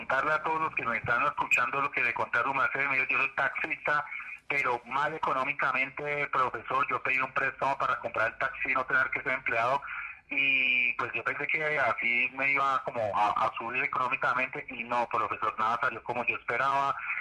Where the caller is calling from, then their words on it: Garagoa, Boyacá, Colombia; De aquí de Garagoa, Boyacá.